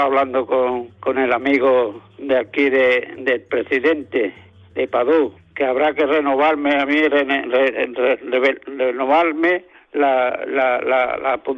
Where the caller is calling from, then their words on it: Almuñécar, Andalusia, Spain; de Almuñécar, gerente de esta pequeña y grande empresa llamada La Peña del Aguacate.